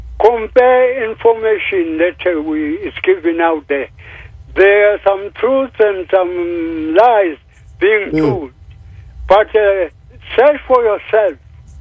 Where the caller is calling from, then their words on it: South Africa; I'm from South Africa, the country that I fought for.